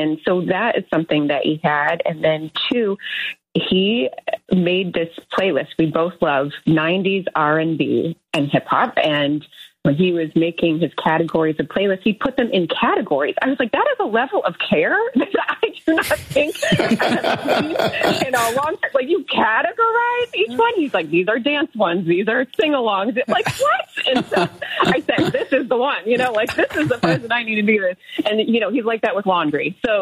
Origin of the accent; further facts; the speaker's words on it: New York, United States; He has some ties here, and I do too. I'm from New York.